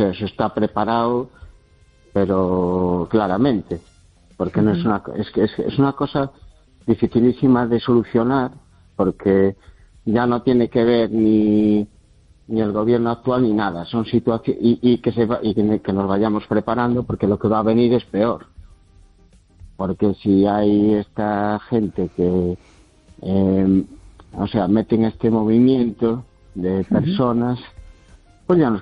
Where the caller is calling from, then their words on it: Ourense, Galicia, Spain; Desde Ourense